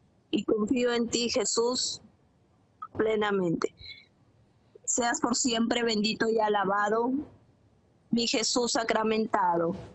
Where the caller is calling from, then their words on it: Piura, Peru; Hablo desde Piura, Perú.